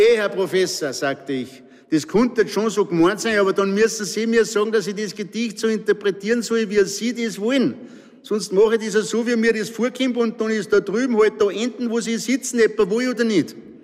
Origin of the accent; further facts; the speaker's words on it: Salzburg, Austria; accent: Pinzgau dialect; Mir als Pinzgauer und auch mit meinem Pinzgauer Dialekt